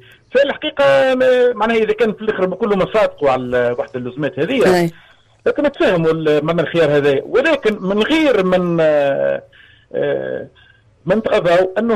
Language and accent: Arabic; Tunisia; عندنا في تونس